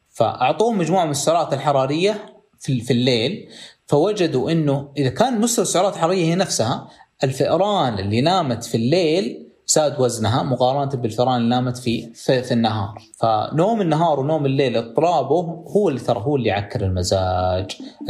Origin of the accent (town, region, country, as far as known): Saudi Arabia